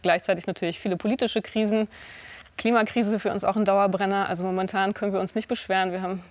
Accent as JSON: {"language": "German", "town": "Oldenburg", "region": "Lower Saxony", "country": "Germany", "tie": "born or raised there", "moved": "yes", "said": "Also ich komme ja aus Oldenburg, haben wir ja gesehen, bin mit das tatsächlich groß geworden."}